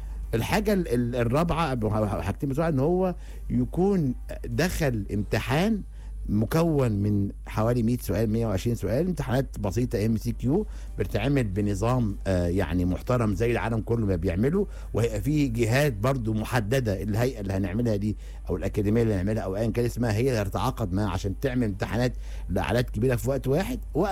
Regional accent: Egypt; مش انا مصري، انا افتكر ان انا مصري طبعا،

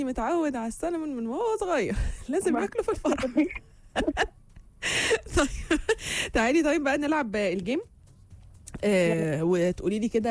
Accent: Egypt; عندنا في مصر

